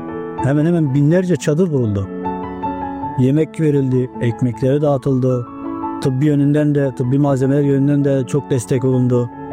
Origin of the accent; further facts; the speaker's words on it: Syria; Yani sonuçta Türkmen kardeş, biz Türkmeniz, kendileriz bizim kardeşlerimiz. Osmanlı döneminden beri biz Türkmenler sürekli bir şey eklemek istiyorum. Orada Türkiye'nin adını bile orada Esad da Esad döneminde biz Boyraz derizdi.